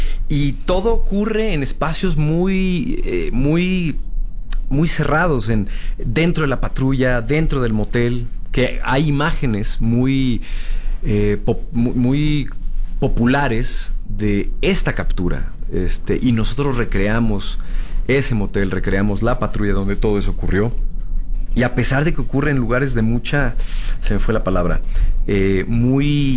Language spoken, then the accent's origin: Spanish; Mexico; cambiar un poco la visión de lo que somos como mexicanos.